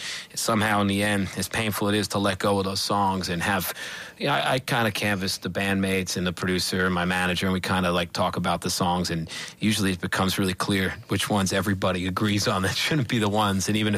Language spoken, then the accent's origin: English; New York City, New York, United States; she was from Queens, and I'm from Queens